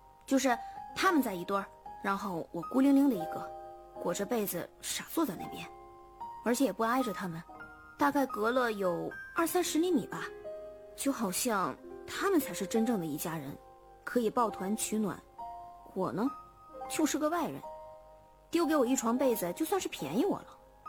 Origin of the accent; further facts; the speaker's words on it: Northeast China, China; 我们东北那边农村不都是睡火炕吗？